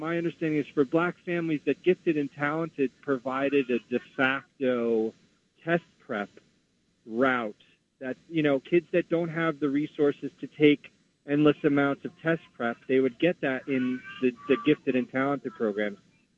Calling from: New York City, New York, United States; I'm in Flatbush.

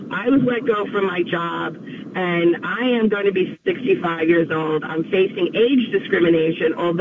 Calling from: Bergen County, New Jersey, United States; from Bergen County.

